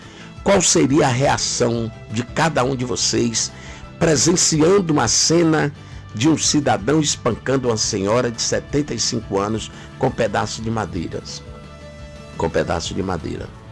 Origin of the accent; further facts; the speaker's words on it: Eunápolis, Bahia, Brazil; also born or lived in Guaratinga; minha cidade natal. Fico triste também, saí de Guaratinga, eu tinha vindo de berço, né? Vim de berço para Eunápolis